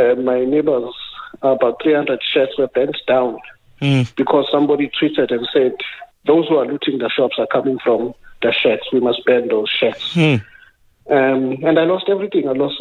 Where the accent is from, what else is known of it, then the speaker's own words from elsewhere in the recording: KwaZulu-Natal, South Africa; also born or lived in Matatiele; I grew up in KZN. I speak fluent Zulu. I'm a Sotho. I'm from Matatiel. I speak fluent Sotho. I speak English. I speak Tswana. I speak Sepedi.